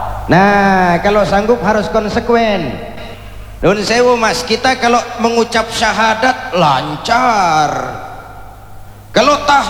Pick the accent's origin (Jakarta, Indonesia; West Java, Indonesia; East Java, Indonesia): Jakarta, Indonesia; Di kampung saya di Jakarta, di Turen